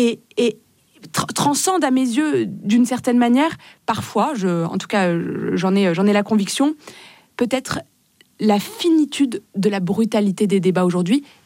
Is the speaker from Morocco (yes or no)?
yes; Morocco; now in France; Moi, j'ai grandi au Maroc, dans un pays multiculturel, où musulmans, juifs, chrétiens, pour le coup, vivent ensemble